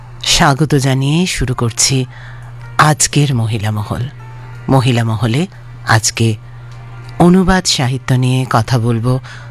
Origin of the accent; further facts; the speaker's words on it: India; first language Bengali; আমাদের ভারতবর্ষের দুটি মহাকাব্য।